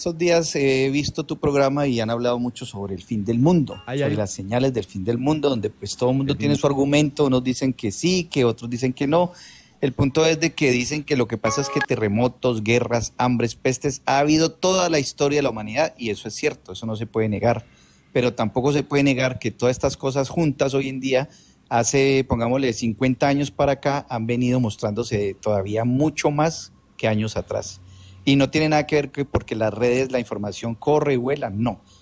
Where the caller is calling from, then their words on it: Cali, Valle del Cauca, Colombia; Yo soy de Cali, uh-huh. Te hablo desde Cali.